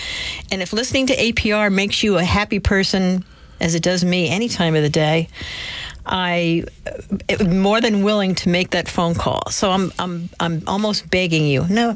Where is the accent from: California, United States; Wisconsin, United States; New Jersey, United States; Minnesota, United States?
New Jersey, United States; moved away; I'm from Jersey, so when I listen to the news, I get very angry. You don't want a Jerseyite out there with anger issues.